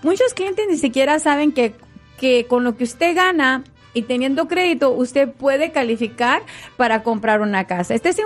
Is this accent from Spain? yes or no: no; San José de Moritos, Durango, Mexico; now in United States; de donde yo vengo, bien orgullosa, San José de Moritos, Durango, soy de Durango.